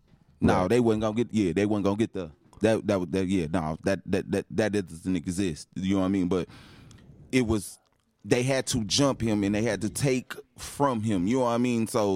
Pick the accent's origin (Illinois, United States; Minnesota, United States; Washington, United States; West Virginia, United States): Illinois, United States; Chicago; I come from Chicago, so you know what I mean?